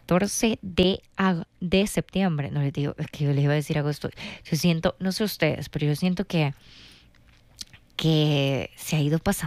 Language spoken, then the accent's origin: Spanish; Eastern El Salvador, El Salvador; soy de Oriente, entonces, ¿qué le puedo decir, verdad? De Oriente, amamos Oriente.